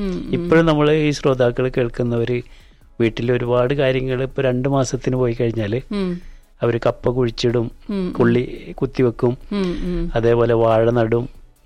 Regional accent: Thrissur, Kerala, India; തൃശ്ശൂർ ഞങ്ങളുടെ നാട്ടിലെ

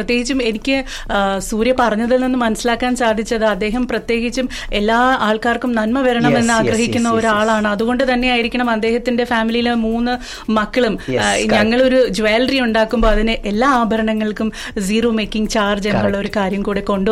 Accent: Thiruvananthapuram, Kerala, India; ഞങ്ങൾ തിരുവനന്തപുരത്തുകാർ ചോദിക്കും എവിടെ എപ്പോ എന്തരി എങ്ങനെയാണ്.

